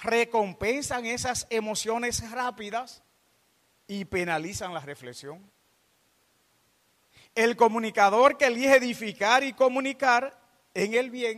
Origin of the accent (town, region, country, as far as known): Dominican Republic